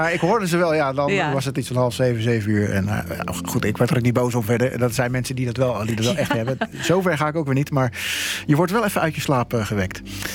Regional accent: Rotterdam, South Holland, Netherlands; Ja, wij zijn allebei van Zuid, hè?

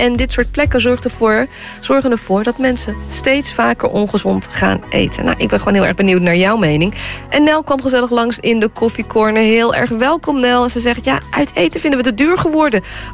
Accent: Rotterdam, South Holland, Netherlands; Ja, ik ben uit Rotterdam, dus ik zeg eigenlijk gewoon patat.

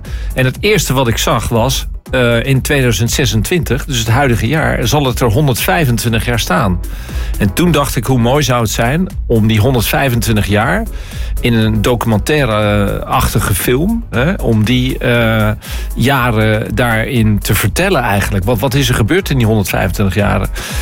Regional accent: Rotterdam, South Holland, Netherlands; ik ben zelf geboren en getogen in Rotterdam. Ik woon bijna mijn hele leven al in Rotterdam.

